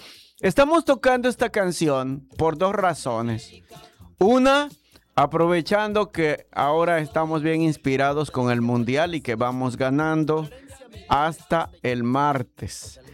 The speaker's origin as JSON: {"language": "Spanish", "country": "Mexico"}